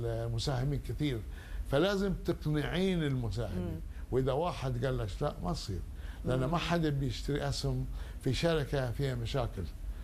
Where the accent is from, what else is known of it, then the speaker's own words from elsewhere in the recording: Bahrain; انا يوم كنت صغير في المدرسه في البحرين يعني كان عمري خلينا نقول 10 سنوات 11 سنه